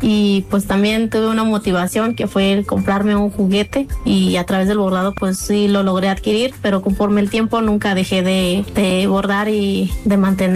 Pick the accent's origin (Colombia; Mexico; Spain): Mexico; San Vicente